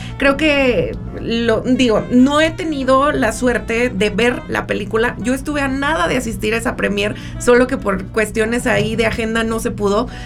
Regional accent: San Luis Potosí, Mexico; Yo incluso creo que como potosinos nos hace falta más

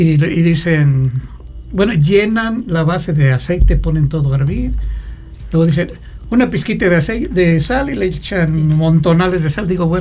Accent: Mexico City, Mexico; now in San Luis Potosí, Mexico; Nosotros venimos de la Ciudad de México.

